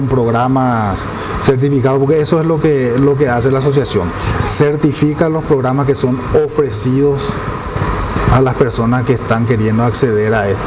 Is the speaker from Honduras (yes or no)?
no; Paraguay